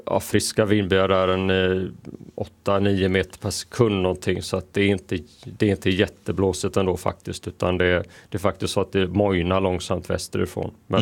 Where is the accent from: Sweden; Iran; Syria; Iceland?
Sweden; Gothenburg, Västra Götaland County; Jag är från västra Sverige, Göteborg, men ändå, det är trevligt att hålla mig här i väst.